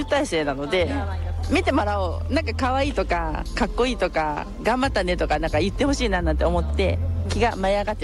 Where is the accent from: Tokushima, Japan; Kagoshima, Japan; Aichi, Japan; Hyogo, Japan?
Aichi, Japan; Toyokawa; now in Nishio, Japan; もともと豊川で結婚して今西尾。